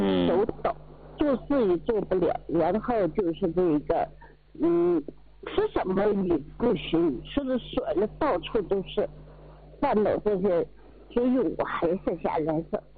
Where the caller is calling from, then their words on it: Kunming, Yunnan, China; 我是云南这边，云南昆明的这个五华区的啊。